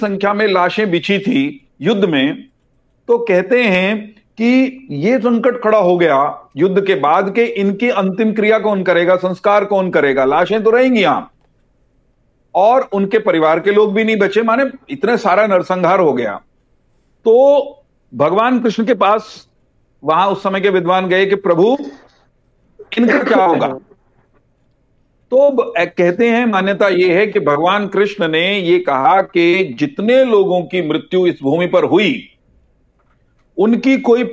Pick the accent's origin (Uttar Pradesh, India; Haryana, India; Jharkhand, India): Haryana, India; Gondar; born there; मेरे गांव गोंदर